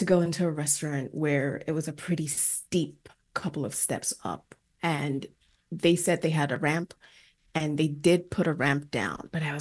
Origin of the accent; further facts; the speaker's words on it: Lagos, Nigeria; now in New York, United States; I grew up in Lagos, Nigeria, so I feel like the hustle and bustle is intrinsically part of who I am.